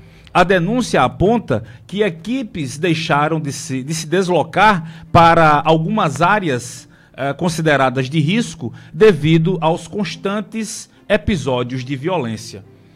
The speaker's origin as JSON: {"language": "Portuguese", "town": "Santa Rita", "region": "Paraíba", "country": "Brazil", "tie": "born or raised there", "said": "isso aqui é um posicionamento meu enquanto santarritense, que conhece a história um pouco, desde que eu me entendo por gente"}